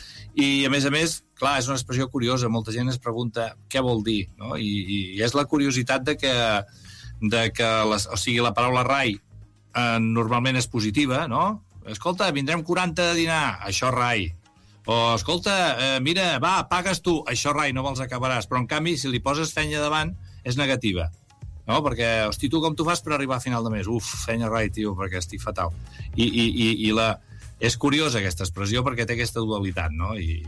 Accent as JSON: {"language": "Catalan", "town": "Valls", "region": "Catalonia", "country": "Spain", "said": "nosaltres tots som de Valls, per tant, ens coneixíem"}